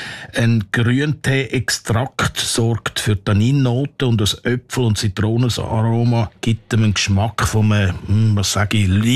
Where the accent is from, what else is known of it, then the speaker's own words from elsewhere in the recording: Switzerland; Bei uns in der Schweiz berechnet man für einen Anlass, der etwa 6 Stunden dauert, pro Person 1,5 bis 2 Deziliter Wein.